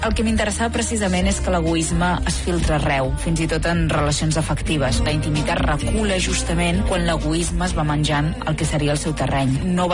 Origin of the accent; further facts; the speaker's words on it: Catalonia, Spain; Sí que és veritat que com a catalans potser tenim la t